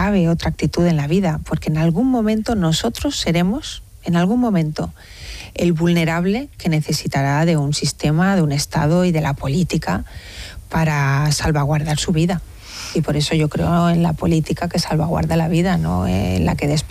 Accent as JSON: {"language": "Spanish", "region": "Valencian Community", "country": "Spain", "said": "Y en mi tierra, en la Comunidad Valenciana, ese día acababan de aprobar un presupuesto"}